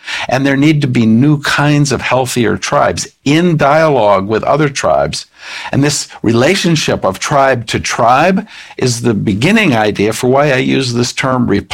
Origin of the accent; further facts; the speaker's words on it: United States; I'm an American